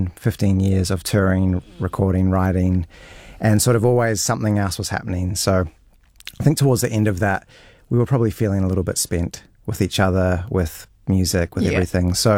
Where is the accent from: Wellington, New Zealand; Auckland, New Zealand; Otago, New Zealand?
Auckland, New Zealand; moved away as an adult; also born or lived in Melbourne, Australia; now in Warkworth, New Zealand; So I grew up here. I grew up on the North Shore. Mm-hmm. And when I finished high school, I moved to Melbourne. So that was about 2005. And I never would have thought that I would come back. But I've ended up in Warkworth.